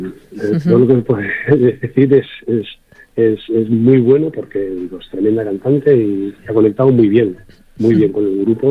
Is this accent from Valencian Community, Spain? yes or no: yes; Valencian Community, Spain; moved away as an adult; now in Andalusia, Spain; Soy valenciano, pero soy más casi andaluz-valenciano, porque llevo más tiempo en Andalucía que en la tierra en la que nací y me formé como músico, ¿no?